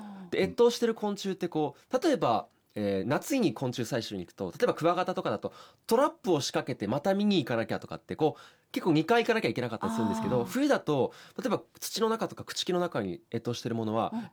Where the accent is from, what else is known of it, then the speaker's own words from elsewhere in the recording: Hyogo, Japan; 地元が兵庫県なんですけど